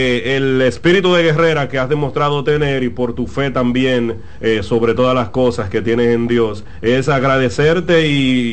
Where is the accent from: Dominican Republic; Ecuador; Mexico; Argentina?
Dominican Republic; nosotros como dominicanos